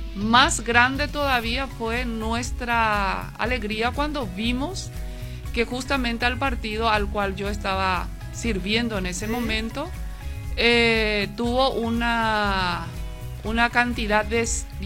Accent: Minga Guazú, Alto Paraná, Paraguay; como yo soy minguera, nací en Mingaguazú

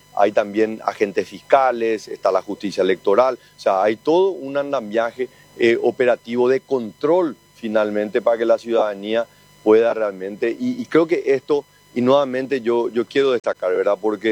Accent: Paraguay

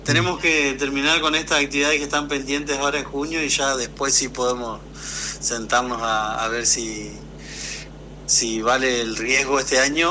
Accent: Argentina

